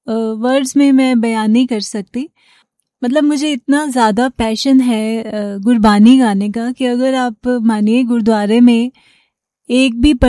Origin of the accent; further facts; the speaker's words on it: Karnal, Haryana, India; also born or lived in Sonipat; now in Ambala, India; Basically मैं करनाल से हूँ, my birth place is Sonipat.